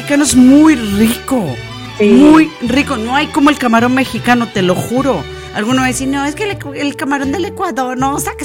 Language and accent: Spanish; Santiago, Santiago Metropolitan Region, Chile; ¿Cómo le va a mandar un vino mendocino si somos de Santiago de Chile?